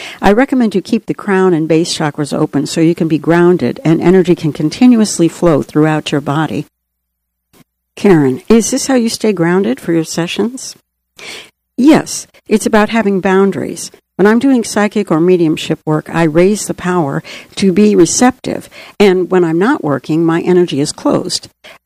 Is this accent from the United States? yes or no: yes; Boston, Massachusetts, United States; I was raised in Boston in an Irish Catholic Italian family, and I recognized I was very intuitive.